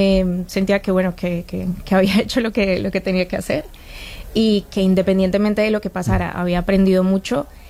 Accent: Colombia; now in Spain; Sí, soy colombiana

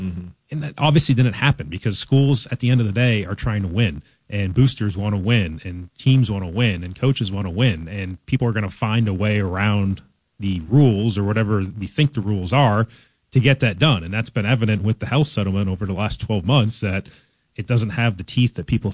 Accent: Buffalo, New York, United States; And I came from Buffalo down here.

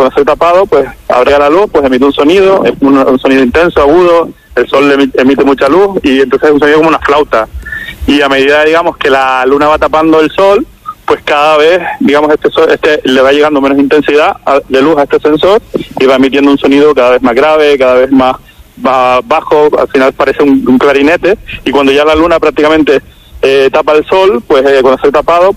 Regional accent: Canary Islands, Spain; en Canarias, de donde soy yo.

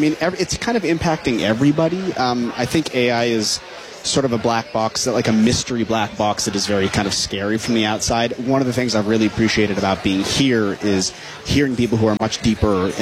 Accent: Vancouver, British Columbia, Canada; When I grew up in Canada, I'm from Vancouver, Canada.

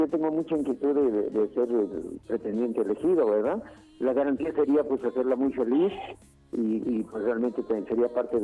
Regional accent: Puebla, Mexico; Doctor Gabriel Escamilla, que es mi paisano, yo soy de Puebla.

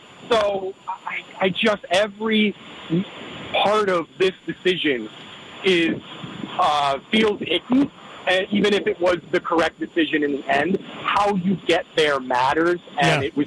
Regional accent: United States

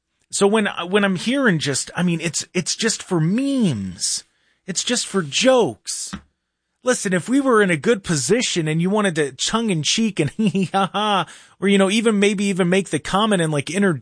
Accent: Cleveland, Ohio, United States; But I live in the suburbs now, and I was born and raised in Cleveland.

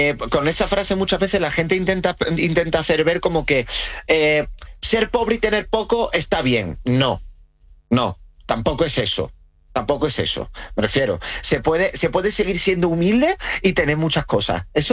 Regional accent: Rincón de la Victoria, Andalusia, Spain; cuando me bajo a mi pueblo, Rincón de la Victoria, Málaga

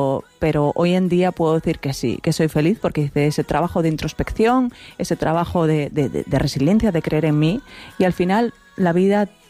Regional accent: Galicia, Spain; now in Miami, United States; yo soy gallega, pero estoy en Miami

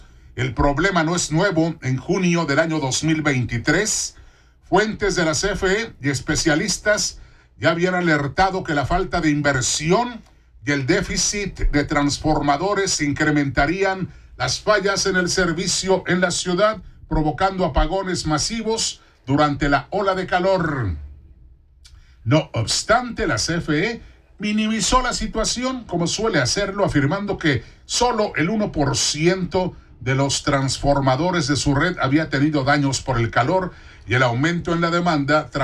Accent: Monterrey, Nuevo León, Mexico; No nada más somos los de Nuevo León, los de Monterrey, los de la zona conurbada.

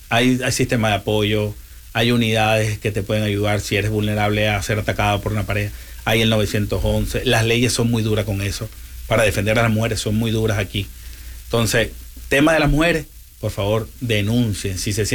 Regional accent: Venezuela; now in Tampa, United States; Soy de Venezuela, primero que todo.

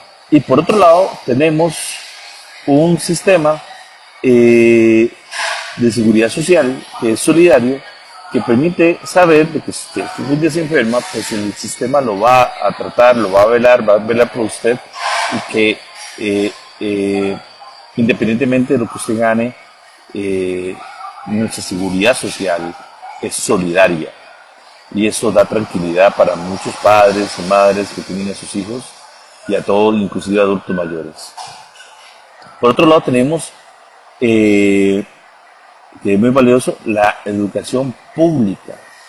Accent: Puntarenas, Costa Rica; born there; yo nací en Chacarita, de Punta Arenas, y he logrado salir adelante y logré estudiar y logré desarrollarme como profesional a pesar del origen humilde de mi familia

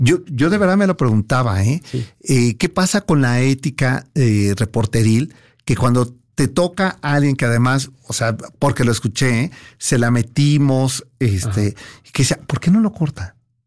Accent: Mexico; Porque si no es como quitarle la identidad de lo que somos los mexicanos.

